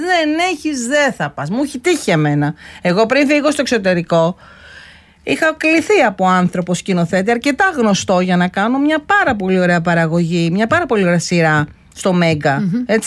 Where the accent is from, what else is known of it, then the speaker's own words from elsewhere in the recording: Greece; Και να μπορέσω να δώσω πραγματικά στην πατρίδα μου όσο καλύτερα και όσο είναι δυνατόν